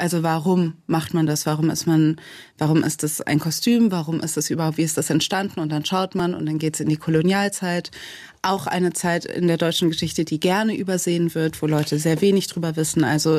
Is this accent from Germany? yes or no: yes; Cologne, North Rhine-Westphalia, Germany; ich bin Kölnerin, das heißt, da in unseren Traditionen steckt es auch.